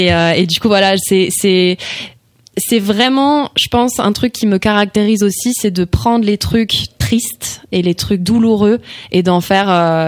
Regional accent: Grand Est, France; moved away; je suis en Alsace, début juin, pour le festival Pré-Salé. Et c'est une date hyper symbolique pour moi, parce qu'elle se tient dans le village où j'ai grandi.

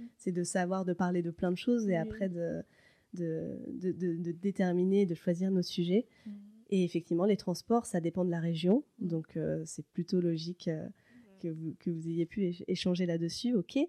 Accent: Paris, Île-de-France, France; moved away; Moi, je viens de Paris, voilà, c'est terrible, ne me détestez pas.

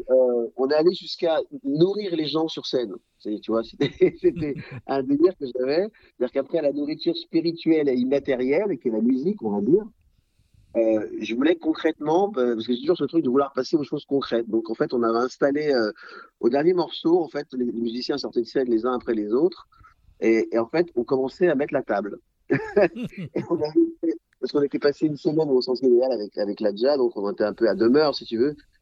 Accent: Paris, Île-de-France, France; moi, je suis martiniquais, mes deux parents sont antillais. J'ai grandi à Paris.

